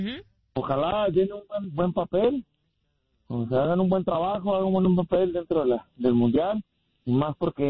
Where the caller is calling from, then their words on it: Mexico; soy mexicano